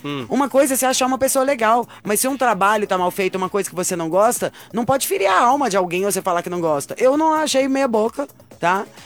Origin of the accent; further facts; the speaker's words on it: Brazil; nós, brasileiros